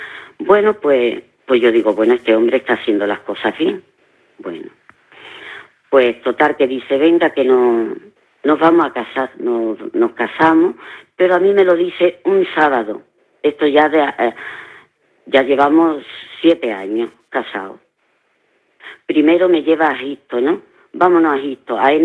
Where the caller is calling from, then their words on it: Andalusia, Spain; yo sin entender ni gota árabe, que yo soy española, soy andaluza.